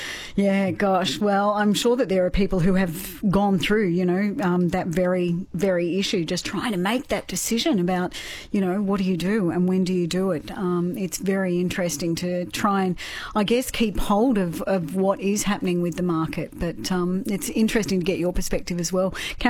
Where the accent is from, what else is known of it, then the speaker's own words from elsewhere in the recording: Australia; moved away; I have lived in a lot of places, but I'm a Denny girl. I'm from Denny as well.